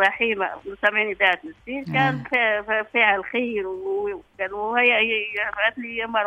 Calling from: Kairouan Governorate, Tunisia; من القروين

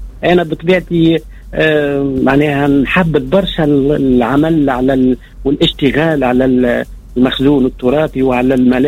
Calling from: Sfax, Sfax Governorate, Tunisia; اللي عندنا في صفاقس

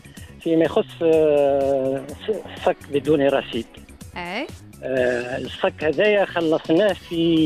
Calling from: Sousse, Sousse Governorate, Tunisia

